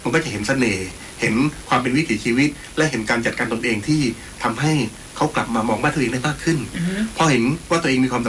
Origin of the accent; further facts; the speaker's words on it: Southern Thailand, Thailand; คือเราคนใต้นะคนใต้เราคิดอะไรก็ผงผางเลยตันตังตึงตังทำหนึ่งสองสาม